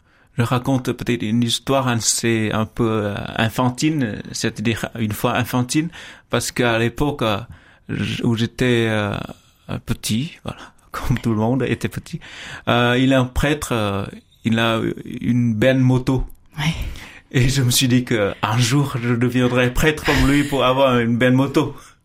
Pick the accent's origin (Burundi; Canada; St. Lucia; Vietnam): Vietnam; French is a second language; moved away as an adult; also born or lived in Paris / Montpellier; now in France; je suis né au Vietnam en 1992. Ça fait il y a quelques années, mais en fait je suis rendu et j'ai été baptisé très petit, 3 jours après ma naissance.